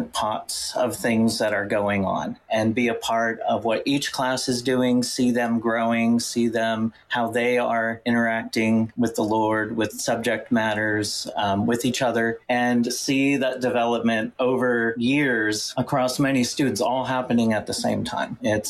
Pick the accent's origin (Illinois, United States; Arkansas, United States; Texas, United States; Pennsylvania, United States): Pennsylvania, United States; moved away as an adult; also born or lived in South Korea; now in Vermont, United States; I am originally from Western Pennsylvania. I ended up over in South Korea working at a Christian international school there.